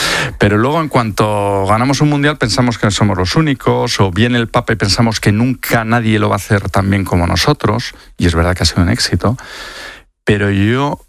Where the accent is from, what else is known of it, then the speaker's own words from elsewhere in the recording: Spain; es que como español te llena de orgullo.